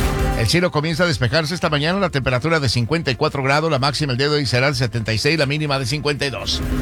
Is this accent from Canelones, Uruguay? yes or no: no; Montevideo, Uruguay; born there; No soy mexicano, pero me gustan mucho los corridos. Nací en Montevideo, Uruguay, Sudamérica.